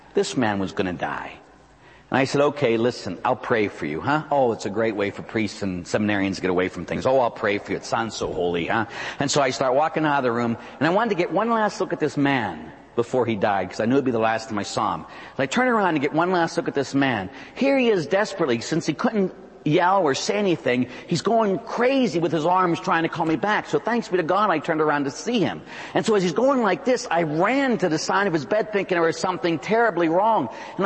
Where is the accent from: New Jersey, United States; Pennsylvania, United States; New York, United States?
Pennsylvania, United States; Pittsburgh; born or raised there